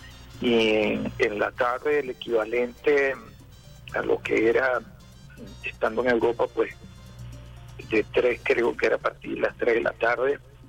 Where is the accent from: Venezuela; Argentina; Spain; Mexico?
Venezuela; nosotros somos esequibanos porque somos venezolanos